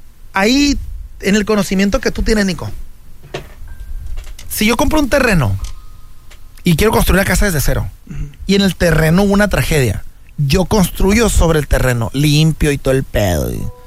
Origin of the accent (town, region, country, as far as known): Mexico